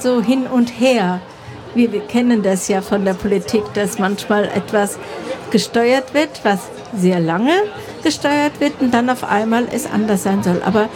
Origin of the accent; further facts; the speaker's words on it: Germany; Wir sind nämlich als Deutsche involviert